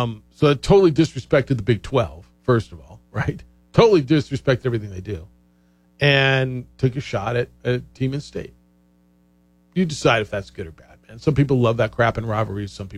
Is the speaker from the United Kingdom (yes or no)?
no; New York, United States; like, I'm originally from New York. I used to go back there every summer when I was a kid.